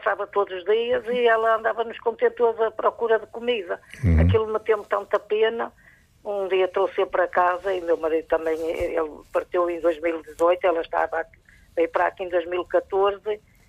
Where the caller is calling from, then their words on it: Matosinhos, Norte, Portugal; eu sou do Leça do Baleio.